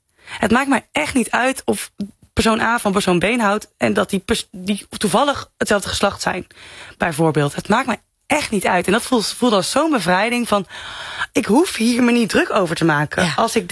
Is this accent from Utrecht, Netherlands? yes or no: yes; Veenendaal, Utrecht, Netherlands; En ik kom uit Veenendaal en dan ben ik dus christelijk.